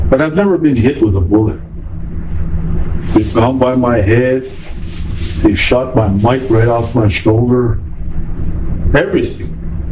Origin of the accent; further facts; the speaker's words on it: Alberta, Canada; born there; I'm from the Bloods, I'm a Blood Indian, because I was born there.